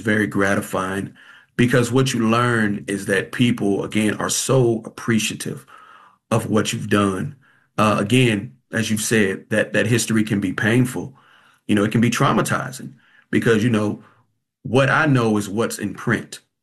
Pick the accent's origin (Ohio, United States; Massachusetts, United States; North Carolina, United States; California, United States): North Carolina, United States; Roanoke Rapids; my hometown of Runnick Rapids.